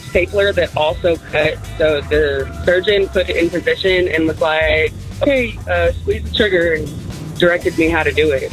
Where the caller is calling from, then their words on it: Manvel, Texas, United States; I'm from Manville, Texas.